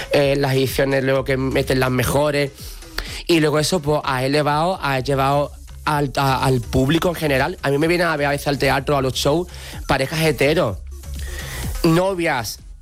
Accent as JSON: {"language": "Spanish", "town": "Alcalá de los Gazules", "region": "Andalusia", "country": "Spain", "tie": "born or raised there", "said": "yo vivía entonces aún en mi pueblo, en Alcalá de los Azules."}